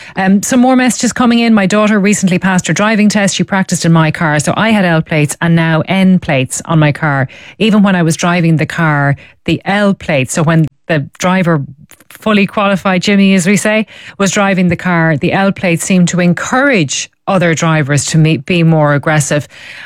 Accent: Ireland; I'm originally from the East Coast of Ireland. I might have been overtaken once a week. I moved west and I'm overtaken six times a day

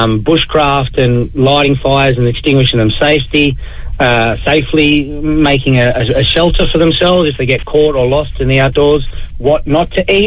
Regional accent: Australia; I grew up in Australia. there's a lot of outback and a lot of bush there, so you learn the hard way if you get it wrong down under.

